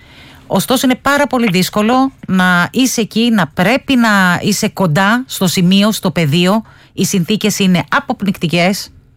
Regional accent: Antissa, North Aegean, Greece; born or raised there

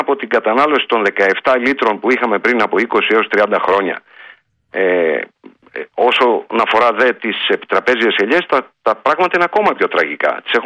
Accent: Greece; now in Laconia, Greece; στην κουλτούρα μας σαν Έλληνες και σαν ελληνικός λαός.

